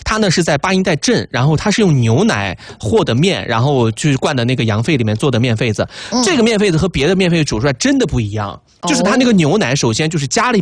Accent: Sichuan, China; 我们就以咱们四川这边。

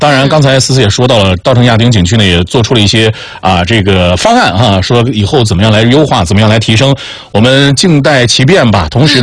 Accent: Henan, China; moved away; 我们河南省那边呢，就是我周边也好，或者说我从小到大见过的，我们那边吃的大多是花生油。

